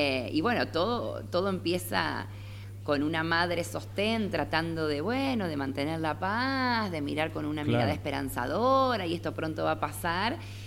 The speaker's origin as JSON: {"language": "Spanish", "region": "Santa Fe", "country": "Argentina", "said": "Valorar lo que es nuestro, los santafesinos"}